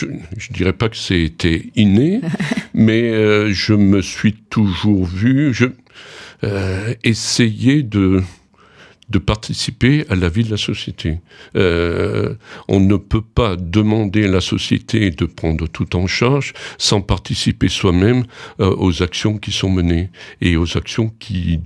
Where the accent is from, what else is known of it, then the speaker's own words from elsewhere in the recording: Colombier-le-Vieux, Auvergne-Rhône-Alpes, France; now in Romans-sur-Isère, France; Non, je suis de Colombier-le-Vieux, en Nord-Est, okay.